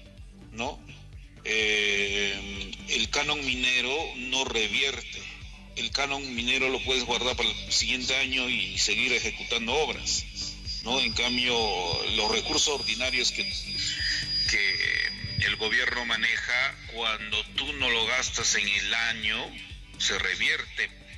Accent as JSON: {"language": "Spanish", "town": "San Luis", "region": "Ancash", "country": "Peru"}